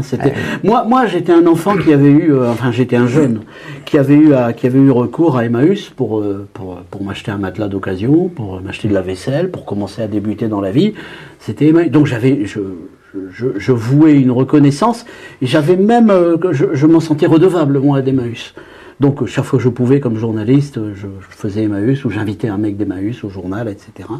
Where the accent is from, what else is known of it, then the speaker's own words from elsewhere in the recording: Hauts-de-France, France; Je suis jeune journaliste, je déboule de mon école et de mon enfance dans le Pas-de-Calais.